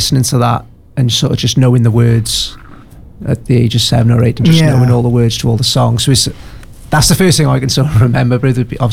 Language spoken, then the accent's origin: English; Newport, Wales, United Kingdom; I suppose I'm from St. Julian's, do you mean? So that's where I grew up, really.